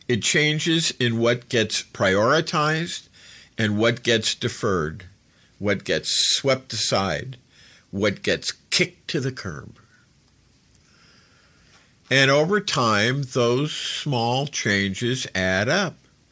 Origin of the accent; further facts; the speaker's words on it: United States; I'm an American. I'm pro-America because I believe in the principles.